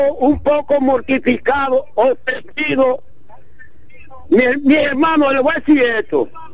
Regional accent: Villaragua, Independencia, Dominican Republic; born there; now in Duvergé, Dominican Republic; en Villaragua, mi pueblo que me dio nacer.

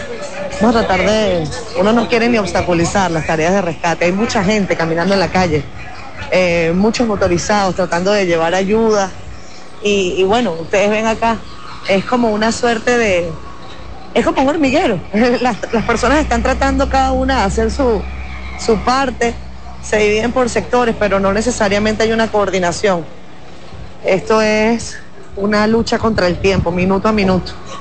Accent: Dominican Republic; Nosotros venimos de República Dominicana.

